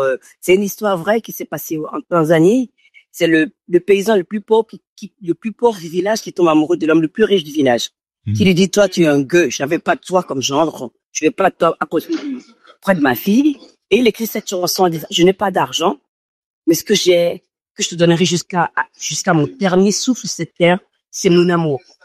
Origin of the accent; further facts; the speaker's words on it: Benin; now in New York, United States; moi, j'ai grandi en Afrique, au Bénin